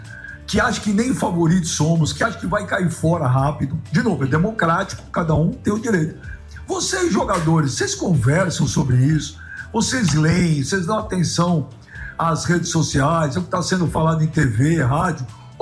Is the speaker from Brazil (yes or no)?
yes; Brazil; sou brasileiro